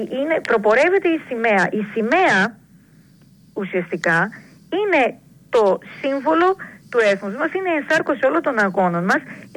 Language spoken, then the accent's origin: Greek; Greece; και εγώ και εσύ είμαστε Έλληνες.